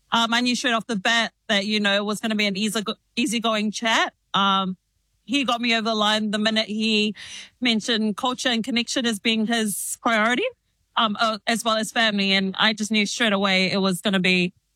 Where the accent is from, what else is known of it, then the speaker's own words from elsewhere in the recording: Auckland, New Zealand; So I'm born and raised in South Auckland. We were actually raised in Mangere, and then we've been staying in Otara for like the last 26 years.